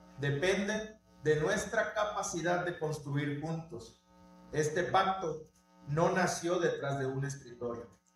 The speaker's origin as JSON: {"language": "Spanish", "region": "Tabasco", "country": "Mexico"}